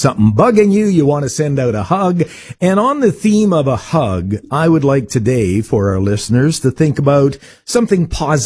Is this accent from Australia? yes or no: no; Manitoba, Canada; I grew up on the Manitoba-North Dakota border, used to go to a small town in North Dakota called Antler. Man, it was like another world going from Canada down to the United States.